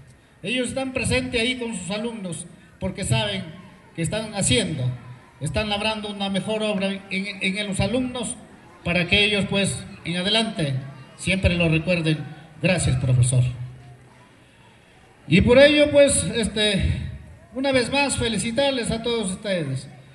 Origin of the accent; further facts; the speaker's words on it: Peru; aquí en nuestro centro poblado de San Ignacio también decirle que aquí somos tan peruanos, somos bien peruanos